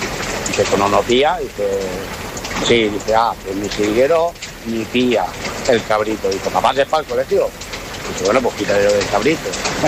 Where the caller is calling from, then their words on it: Torrevieja, Valencian Community, Spain; de Torrevieja.